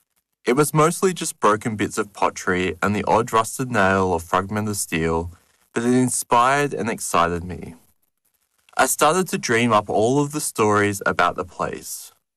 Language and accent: English; Boorowa, New South Wales, Australia; It was hard not to be growing up in Borrowa, a small, historic town on the New South Wales southwest slopes.